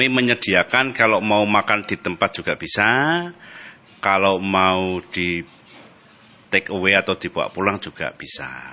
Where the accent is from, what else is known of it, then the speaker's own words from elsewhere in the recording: Semarang, Central Java, Indonesia; now in Purbalingga, Indonesia; Saya asli Semarang.